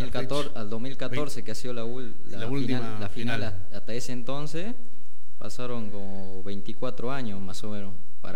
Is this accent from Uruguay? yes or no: no; Argentina; todos los argentinos hinchamos por Paraguay